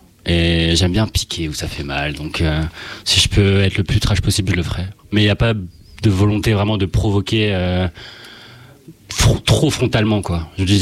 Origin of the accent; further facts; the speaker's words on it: Paris, Île-de-France, France; je suis de Paris